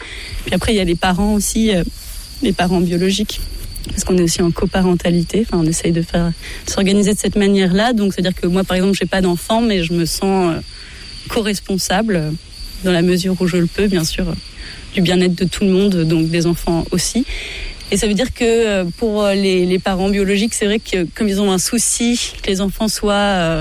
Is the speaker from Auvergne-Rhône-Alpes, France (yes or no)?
no; Paris, Île-de-France, France; Parce que à la base, je suis parisienne, mais j'avoue que cet isolement me convient bien.